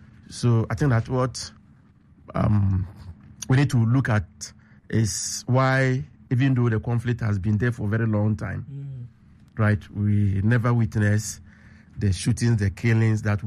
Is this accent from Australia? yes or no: no; Ghana; Right, if you are going to my hometown, from Nkwanta, you get to Odomi. Mine is the last one before you cross Ghana to go border.